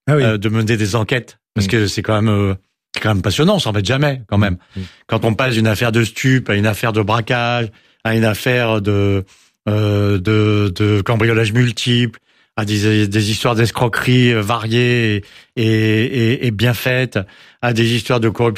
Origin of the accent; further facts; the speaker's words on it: Versailles, Île-de-France, France; also born or lived in Paris; On était à Versailles, j'ai passé mon enfance en Versailles. Alors c'est vrai que quand j'étais à l'école à Versailles … parce que j'avais passé ma petite enfance à Paris.